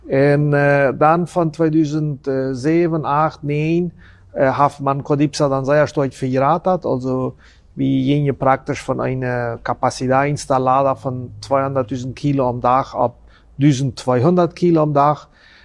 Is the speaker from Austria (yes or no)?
no; Friesland, San Pedro, Paraguay; also born or lived in Chaco; Also, ich komme ursprünglich aus Friesland.